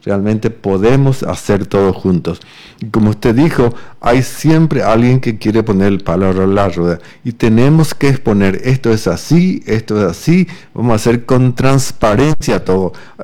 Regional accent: Nueva Alborada, Itapúa, Paraguay; Realmente es impensable que nuestra querida Nueva Alborada todavía sea casi el tercer mundo.

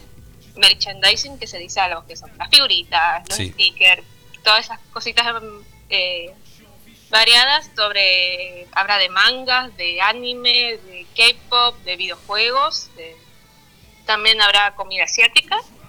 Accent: Argentina

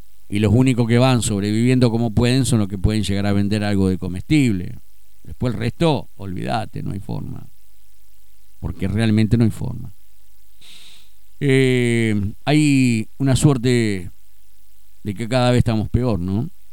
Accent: Argentina; Lo único que estamos con pobreza absoluta somos el pueblo argentino

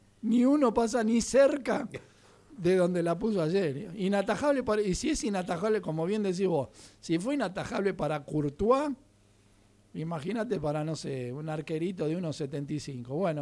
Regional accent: Argentina; nosotros como argentinos

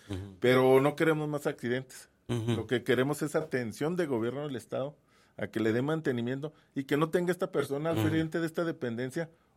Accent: Jiménez, Chihuahua, Mexico; Mira, yo soy de Jiménez.

